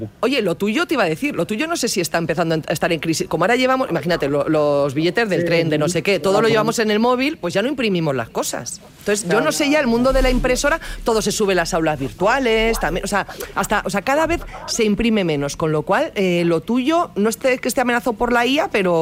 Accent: Navarre, Spain; born there; el de Sartaguda, que es el de al lado de mi pueblo.

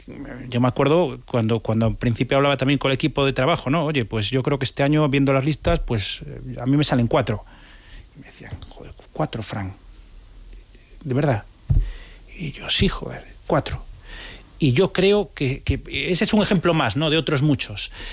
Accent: Vigo, Galicia, Spain; Si soy de Vigo

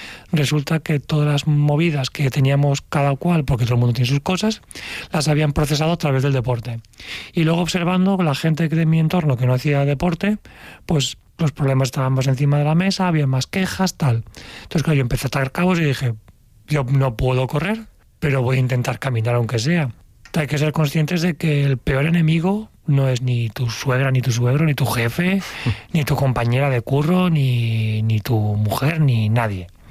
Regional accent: Valencia, Valencian Community, Spain

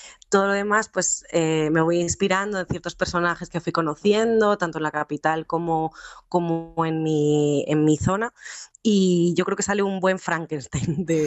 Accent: Spain; born there; el Puerto de Pajares y toda la zona de donde está mi pueblo

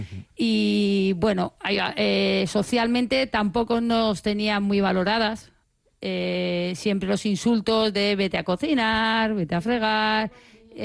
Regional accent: Madrid, Community of Madrid, Spain; born there; Yo soy del Pozo del Tío Raimundo de nacimiento

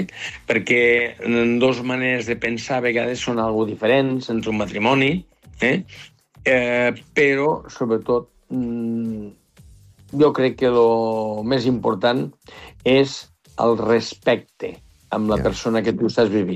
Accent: Catalonia, Spain; moved away; Jo sóc del Baix Ebre, sóc allí del Delta, i sempre ho he dit. Jo vinc de pagesos.

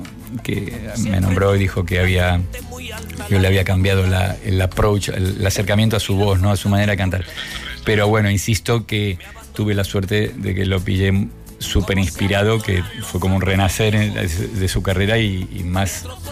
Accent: Region of Murcia, Spain; y yo decía, pero si soy de Murcia.

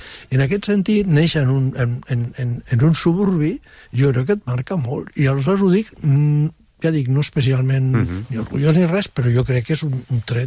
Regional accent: Catalonia, Spain; born there; jo començo a treballar als 14 anys, que és quan es començava a treballar aleshores, sí, en el meu barri, no a l'Eixample.

